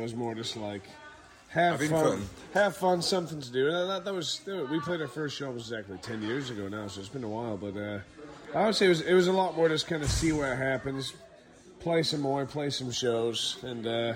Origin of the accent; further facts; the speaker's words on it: Vancouver, British Columbia, Canada; I'm from Vancouver.